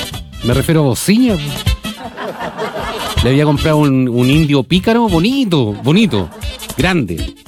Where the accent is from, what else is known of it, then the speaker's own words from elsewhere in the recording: Lota, Biobío, Chile; como yo soy de Lota